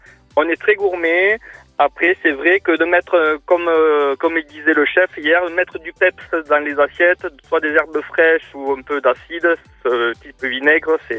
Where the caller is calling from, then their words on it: Occitanie, France; au nord du 82, voilà, mais je vois les Pyrénées de chez moi